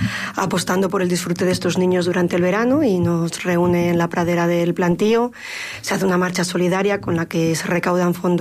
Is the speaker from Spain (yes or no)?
yes; Castile and León, Spain; Pues como muy orgullosa que soy, pues de que soy corralina y que mi pueblo